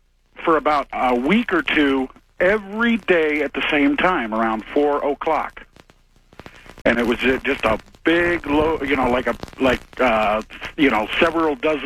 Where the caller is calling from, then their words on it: Chico, California, United States; Yes, I'm calling from Chico, California.